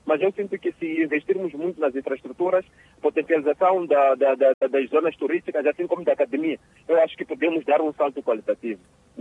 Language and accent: Portuguese; Jangamo, Inhambane, Mozambique; eu sou de Jangama.